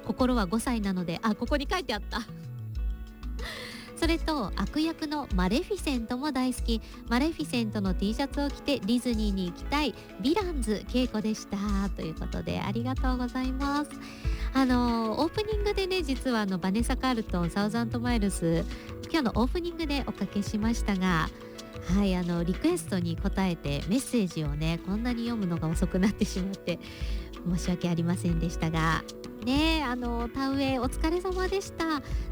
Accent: Kagawa, Japan; サヌドン、私の地元香川を中心に活動するうどんの妖精という設定のご当地キャラクターです。

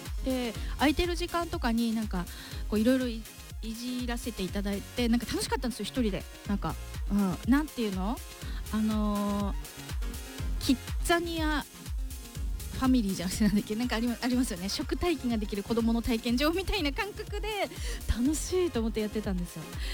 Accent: Mito, Ibaraki, Japan; 水戸です。水戸生まれ、茨城県民です。バンとね水戸で育ちました。

